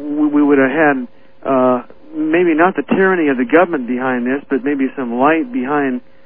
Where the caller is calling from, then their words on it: Aiea, Hawaii, United States; Art, I'm calling from Hawaii.